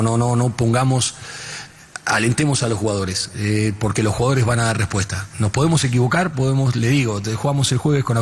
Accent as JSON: {"language": "Spanish", "country": "Argentina", "said": "Y esto se los dije a los jugadores como argentino. Le digo, miren, yo le voy a decir una cosa como argentino"}